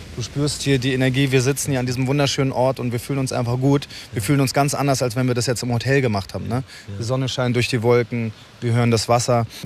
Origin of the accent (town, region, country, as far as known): Berlin, Germany